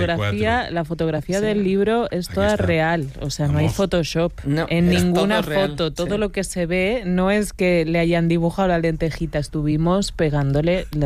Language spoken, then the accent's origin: Spanish; Extremadura, Spain; Es que yo soy muy extremeña.